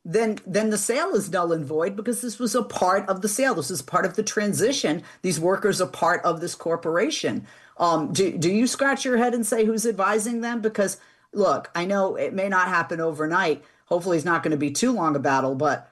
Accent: Boston, Massachusetts, United States; also born or lived in Milwaukee; I lived in Milwaukee in the summer. Great summer fest, by the way. And I lived there in the summer. But I got to tell you, and I'm from Boston

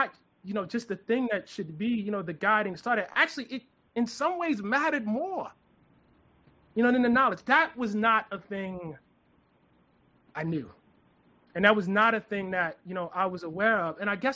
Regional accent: Baltimore, Maryland, United States; accent: Baltimore; people at different points in my career whose vocabulary was larger than mine, who maybe didn't have my Baltimore accent, who had been to places that I had not been

